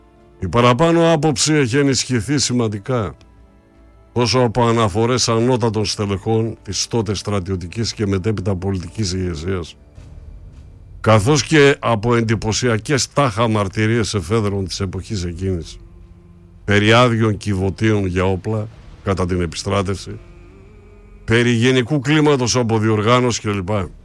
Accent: Greece; είμαι Έλληνας και δεν ξεχνώ την Κύπρο.

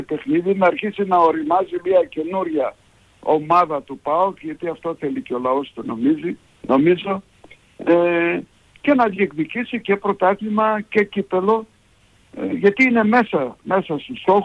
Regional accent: Greece; Αισθανόμουν υπερήφανος που είμαι Έλληνας, που είμαι πρόσφυγας, που είμαι ελληνικό αίμα.

